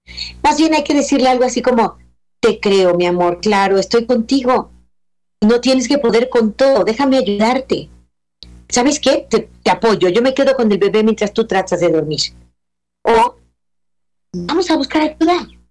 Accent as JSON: {"language": "Spanish", "country": "Mexico", "said": "En una emergencia en México, hay que acudir a urgencias en mi país"}